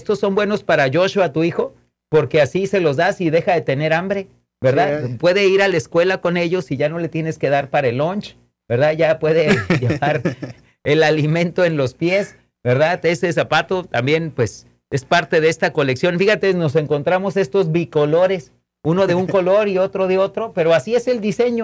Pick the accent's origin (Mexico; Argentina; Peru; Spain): Mexico; now in United States; los que crecimos en México